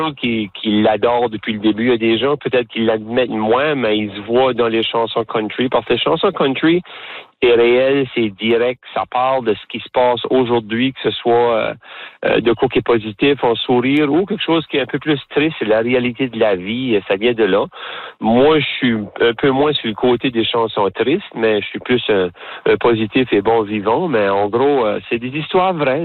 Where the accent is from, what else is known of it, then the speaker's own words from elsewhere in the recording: New Brunswick, Canada; accent: Chiac; nous, on mélange un peu l'anglais, ils appellent ça le chiac, mais c'est un peu comme ça qu'on parle, notre accent.